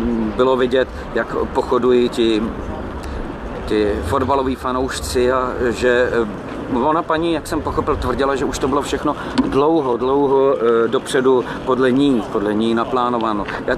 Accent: Czechia; Я из Чешской Республики, да?

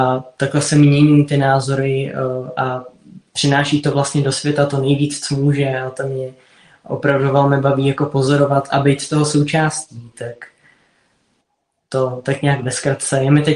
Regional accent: České Budějovice, South Bohemian Region, Czechia; Tak já jsem z Českých Budějovic.

